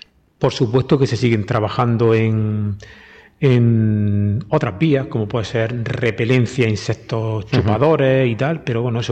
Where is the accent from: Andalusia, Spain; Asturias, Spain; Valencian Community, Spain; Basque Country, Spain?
Andalusia, Spain; Adra; El otro día me acerco allí por mi pueblo, yo soy de Adra